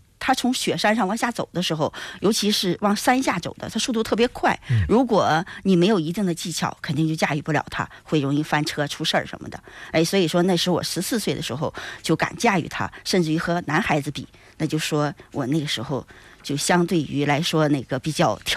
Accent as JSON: {"language": "Chinese", "region": "Northeast China", "country": "China", "tie": "born or raised there", "moved": "yes", "said": "就是从小我是在东北长大的，家里面呢又是长女"}